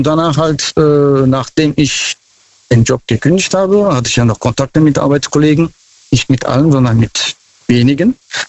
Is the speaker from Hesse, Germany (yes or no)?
no; Mannheim, Baden-Württemberg, Germany; Aus Mannheim.